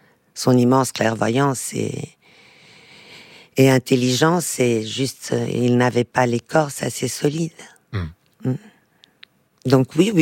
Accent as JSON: {"language": "French", "country": "Portugal", "tie": "born there", "also_born_or_lived": "Belgium / France", "first_language": "Portuguese", "second_language": "French", "moved": "yes", "said": "je suis née au Portugal."}